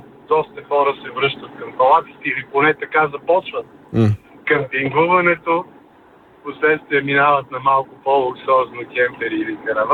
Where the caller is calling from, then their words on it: Sofia, Sofia City, Bulgaria; от София съм.